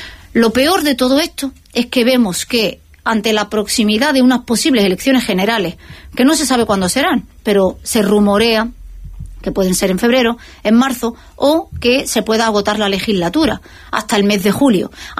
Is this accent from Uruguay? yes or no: no; Ceuta, Spain; Los ceutíes, que no hemos tenido vacaciones